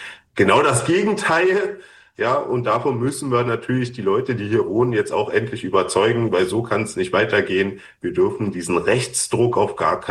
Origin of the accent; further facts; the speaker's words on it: Berlin, Germany; als Berliner, der ja nur Berlin und seinen Speckgürtel kennt